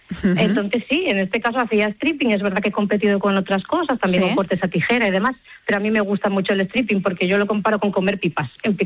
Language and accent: Spanish; Asturias, Spain; also born or lived in Barcelona